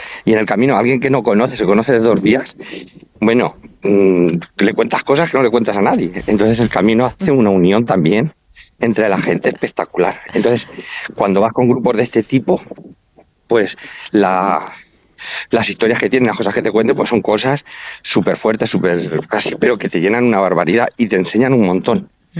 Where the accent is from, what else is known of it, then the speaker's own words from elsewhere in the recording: Santa Cruz de los Cáñamos, Castilla-La Mancha, Spain; now in Albacete, Spain; soy muy manchego. Yo soy de Ciudad Real, un pueblo que se llama Santa Cruz de los Cáñamos, pero vivo en Albacete.